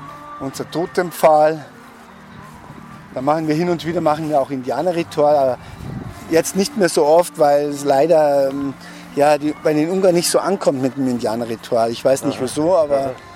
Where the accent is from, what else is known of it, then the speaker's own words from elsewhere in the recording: Tüßling, Bavaria, Germany; also born or lived in Marktl am Inn; Ich komme aus Tüßling, das ist bei Altötting.